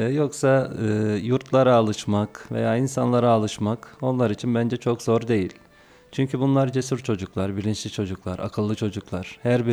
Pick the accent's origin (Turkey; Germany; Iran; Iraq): Turkey; Ordu; moved away as an adult; also born or lived in Kayseri; Ben Kayseri'de üniversite okudum. Ordu memleketim. Ama Kayseri için ikinci memleketim diyebiliyorum.